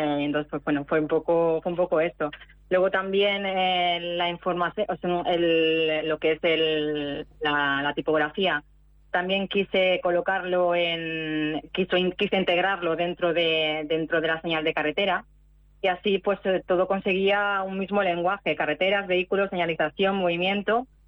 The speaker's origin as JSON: {"language": "Spanish", "town": "Torrente de Cinca", "region": "Aragon", "country": "Spain", "tie": "born or raised there", "said": "siempre me presentaba al cartel de fiestas de mi pueblo, de Torrente de Cinca."}